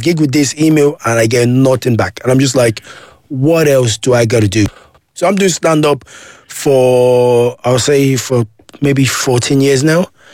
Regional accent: Nigeria; I'm Nigerian.

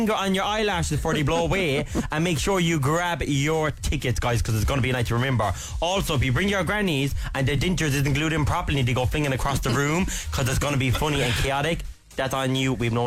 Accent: North West England, United Kingdom; I'm from the Halton side

